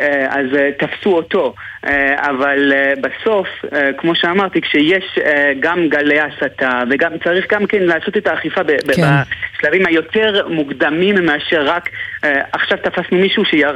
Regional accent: Montreal, Quebec, Canada; כמו בית ספר שלי שבו איפה שגדלתי במונטריאול

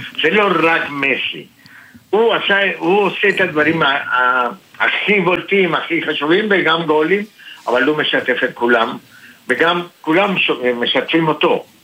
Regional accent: Argentina; now in Israel; מי על הכל, אני ארגנטינאי, כן.

